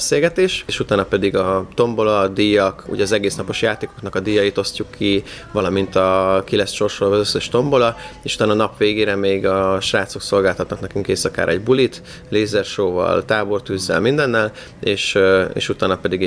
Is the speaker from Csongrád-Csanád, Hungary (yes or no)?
no; Budapest, Hungary; mi budapestiek vagyunk